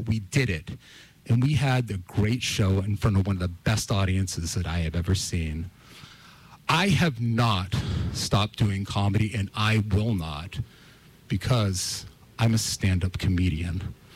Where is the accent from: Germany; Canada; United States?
Canada; We're sorry we didn't say anything. We're Canadian.